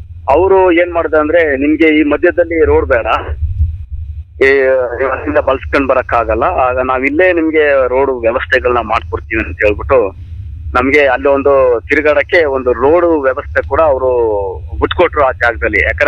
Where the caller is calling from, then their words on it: Karnataka, India; ಕೆಬ್ಬೆಪುರ ಆಡಿ ಸರ್, ನಿಮ್ಮಟ್ಕೆರೆ ಪಂಚಾಯತಿ.